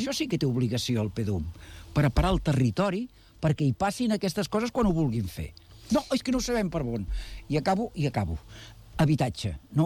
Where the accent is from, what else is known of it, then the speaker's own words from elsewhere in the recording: Badalona, Catalonia, Spain; com a badaloní